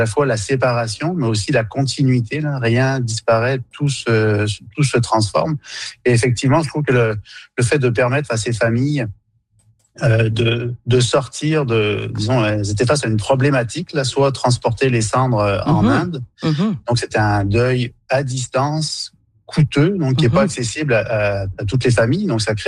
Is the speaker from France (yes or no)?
no; Quebec, Canada; Donc, chez nous au Québec, c'est souvent au chalet, là, donc sur le terrain du chalet